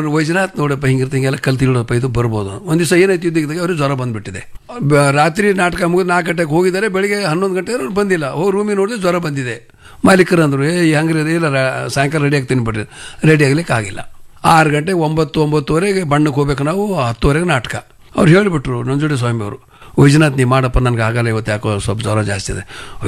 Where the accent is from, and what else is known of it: Tegampur, Karnataka, India